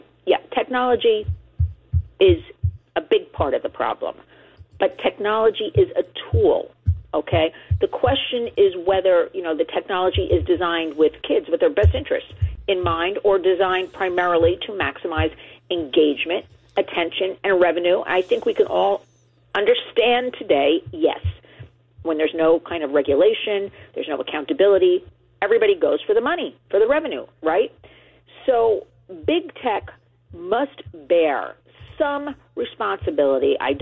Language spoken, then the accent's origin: English; New Jersey, United States; New Jersey. Everybody, my home state, proud to say.